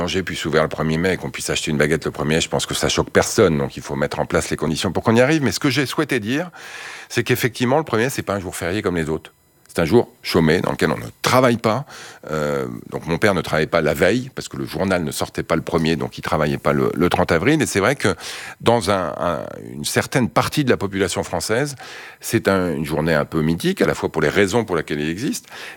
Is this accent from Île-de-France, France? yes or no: yes; Montreuil, Île-de-France, France; born or raised there